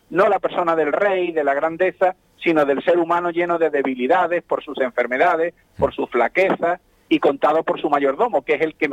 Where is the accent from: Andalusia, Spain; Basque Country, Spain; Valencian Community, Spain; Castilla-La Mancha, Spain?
Andalusia, Spain; Málaga; Sí, soy malagueño, sí, señor.